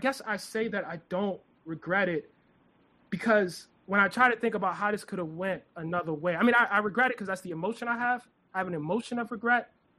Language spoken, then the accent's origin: English; Baltimore, Maryland, United States; accent: Baltimore; people at different points in my career whose vocabulary was larger than mine, who maybe didn't have my Baltimore accent, who had been to places that I had not been